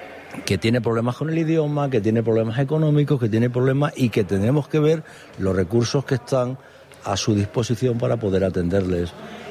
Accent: Andalusia, Spain; Si es que al menos tengo una conciencia tan grande como andaluz, lo he vivido tanto, que no soy capaz de decirle a nadie que viene a buscarse la vida a una sociedad como la andaluza

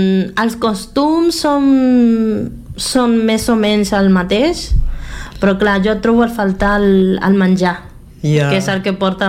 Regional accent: Argentina; Catalan is a second language; moved away as an adult; now in Catalonia, Spain

